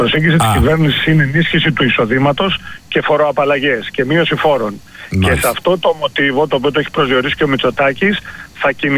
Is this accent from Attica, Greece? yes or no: yes; Piraeus, Attica, Greece; Εγώ θα σας το πω και ως Πειραιώτης.